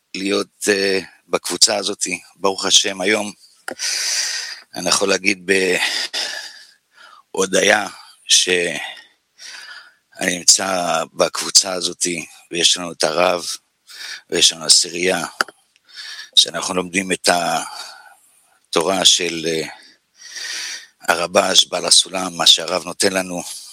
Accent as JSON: {"language": "Hebrew", "town": "Bnei Brak", "region": "Tel Aviv District", "country": "Israel", "tie": "born or raised there", "moved": "yes", "lives_now": "New York, United States", "said": "גדלתי בבני ברק, שיקון ויז'ניץ, ממש בחצר ליד הרבש"}